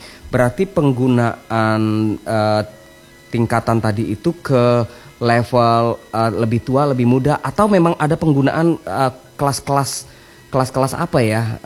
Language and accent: Indonesian; Sumatra, Indonesia; kita orang Sumatera.